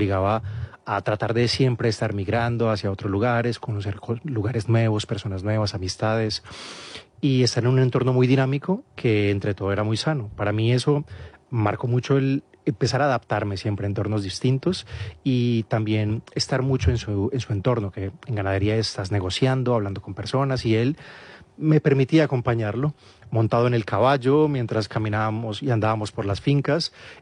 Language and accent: Spanish; Medellín, Antioquia, Colombia; also born or lived in Marinilla / Manizales / Turbo / Montería; Yo nací en Medellín, después de eso mis padres se fueron a Marinilla